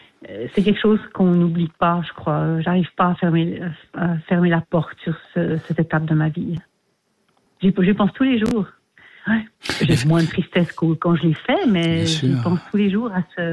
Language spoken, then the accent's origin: French; Geneva, Switzerland; born there; moved away; j'étais adoptée, j'avais un mois et demi. Je suis née à Genève